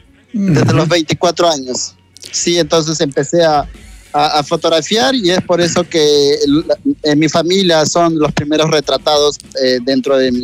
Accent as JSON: {"language": "Spanish", "country": "Peru", "said": "empecé a darme cuenta que mi cultura es muy importante, que nuestra identidad es esa. Soy un shipibo con Ivo"}